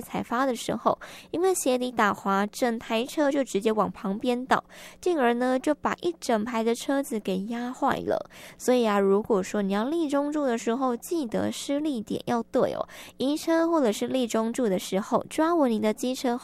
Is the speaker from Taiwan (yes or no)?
yes; Taiwan; 其实啊，我们台湾人哦